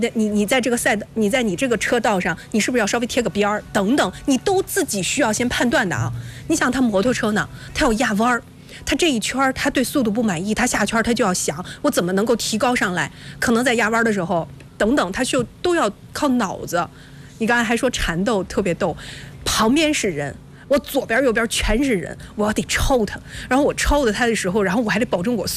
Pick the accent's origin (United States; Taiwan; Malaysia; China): China; Shandong; 这就说一说咱山东，说一说咱家乡了啊。